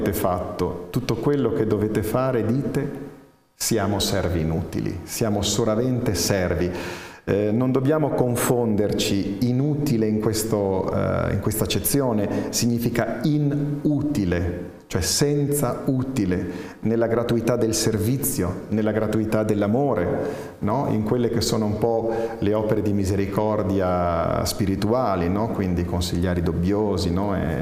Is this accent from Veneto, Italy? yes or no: no; La Spezia, Liguria, Italy; Io sono della Spezia, sono ligure, sì, sì, e lavoravo a Parma